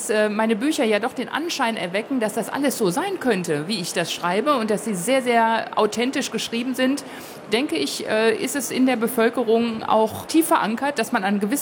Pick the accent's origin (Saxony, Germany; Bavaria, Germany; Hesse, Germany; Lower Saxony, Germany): Hesse, Germany; kleinen Dörfchen, die wunderschönen Landschaften, die tiefen Wälder. Und das ist natürlich nicht nur meine Heimat, sondern eben auch eine ganz großartige Kulisse für meine Krimis